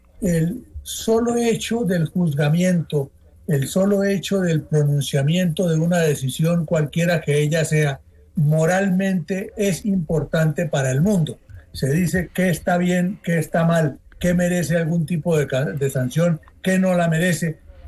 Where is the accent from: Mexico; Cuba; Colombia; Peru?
Colombia